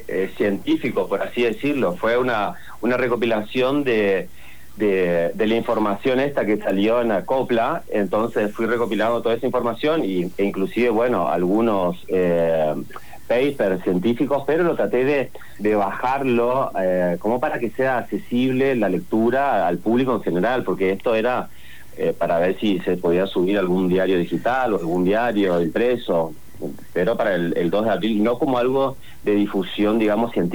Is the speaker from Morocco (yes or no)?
no; Argentina; y más siendo argentino, ¿no?